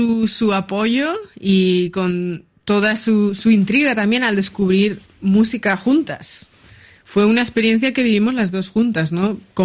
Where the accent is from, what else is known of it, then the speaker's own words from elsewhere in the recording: Huesca province, Aragon, Spain; estoy muy profundamente orgullosa, ¿no?, de mis orígenes, de mis raíces y de Orillena, de Castejón de Sos, de La Naja, ¿no?, de todos estos increíbles pueblos en los que he podido crecer.